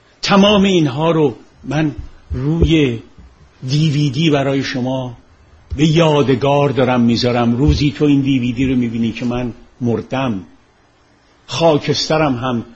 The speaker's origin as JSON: {"language": "Persian", "country": "Iran"}